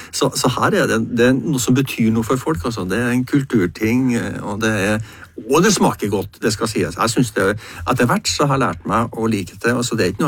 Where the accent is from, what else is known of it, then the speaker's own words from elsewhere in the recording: Trøndelag, Norway; now in Eastern Norway; jeg er jo trønder